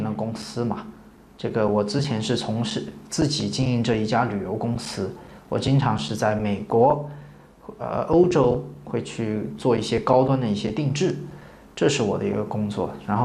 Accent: China; 我们中国人

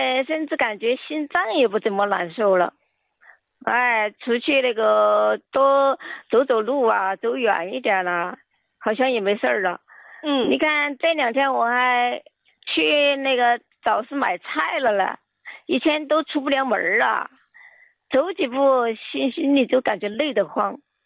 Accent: Chongqing, China; 哎，我是重庆的，

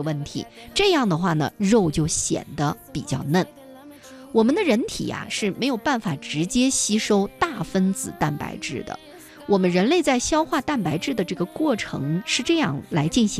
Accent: China; 炖肉呢是我们中国人餐桌上常见的美食啊

